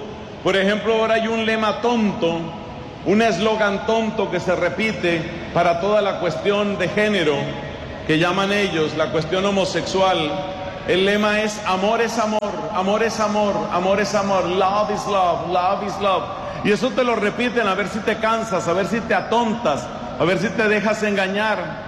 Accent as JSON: {"language": "Spanish", "country": "Colombia", "said": "En mi país, para desgracia de los colombianos"}